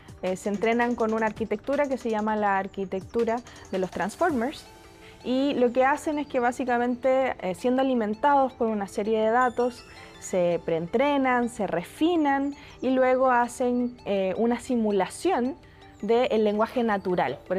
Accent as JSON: {"language": "Spanish", "country": "Chile", "said": "En Chile, por ejemplo, decimos nanay, que tiene que ver con cierto hacer un cariño. Y eso viene de nuestros lenguajes indígenas"}